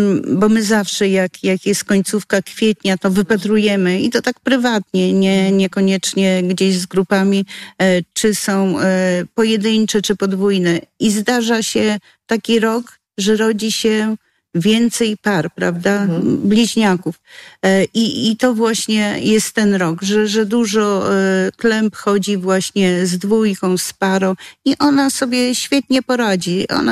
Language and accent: Polish; Podlaskie Voivodeship, Poland; born there; No ja już się urodziłam na tych terenach, natomiast moi rodzice nie są stąd.